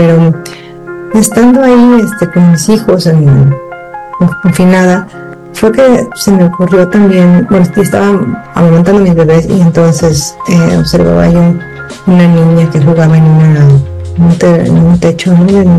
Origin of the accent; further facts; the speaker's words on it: Mexico; en México, en mi país